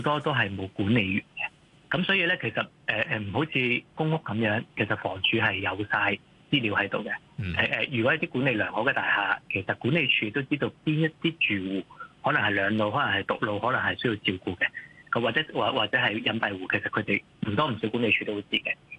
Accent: Hong Kong; 個就係發揮我哋香港人。

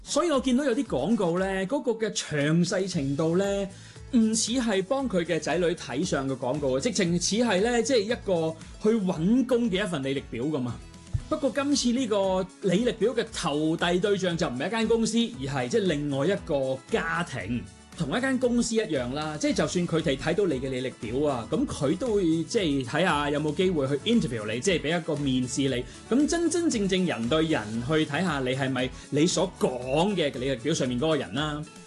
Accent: Hong Kong; 其實我哋香港人啦

